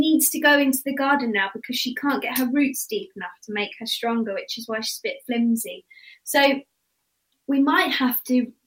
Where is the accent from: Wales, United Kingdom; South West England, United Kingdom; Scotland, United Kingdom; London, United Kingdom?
London, United Kingdom; I am from London.